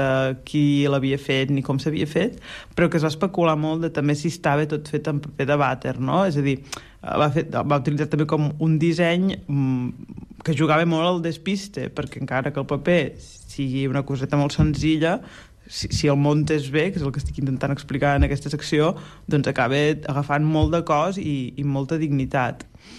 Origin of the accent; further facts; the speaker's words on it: Blancafort, Catalonia, Spain; tu ja saps que jo soc de Blancafort